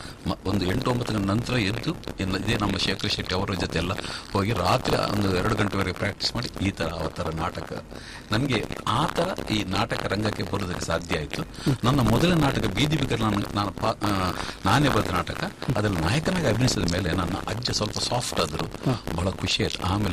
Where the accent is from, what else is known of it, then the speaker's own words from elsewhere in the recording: Karnataka, India; ನಾನು ಅದೇ ಹೊಯ್ಗೆಬೈಲ್, ನಮ್ಮ ಉರ್ವ ಹೊಯ್ಗೆಬೈಲ್ ಅಂತ ಹೇಳ್ತಾರೆ, ಅದು ಬೋಳು ಗ್ರಾಮಕ್ಕೆ ಸೇರುತ್ತೆ. ಸೊ ಅಲ್ಲಿ ನಾನು ಹುಟ್ಟಿದ್ದು.